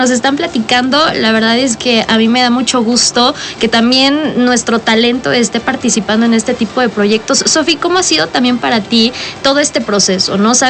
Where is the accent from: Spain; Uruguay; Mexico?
Mexico